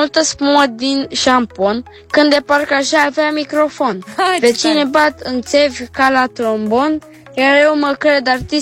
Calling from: Constanța, Constanța County, Romania; din Constanța, 19 ani.

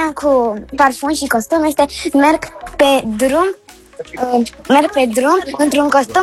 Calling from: Buzescu, Teleorman, Romania; din Buzescu, am 7 ani

